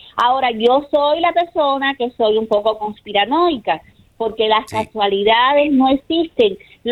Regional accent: Cuba; Yo me solidarizo con el pueblo venezolano, porque yo soy cubana, soy hispana

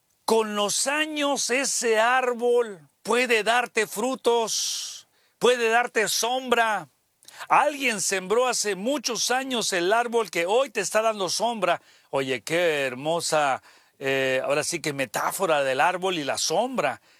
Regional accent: Santiago Ixcuintla, Nayarit, Mexico; born there; moved away; yo soy de Nayarit. Y qué bonito este Pic y todo Nayarit. Qué lindo es mi Santiago, lugar donde nací.

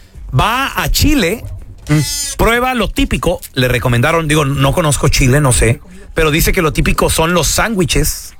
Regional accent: Mexico

